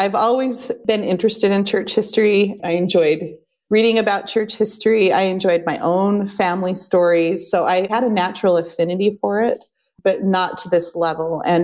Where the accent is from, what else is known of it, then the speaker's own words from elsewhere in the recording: United States; As an American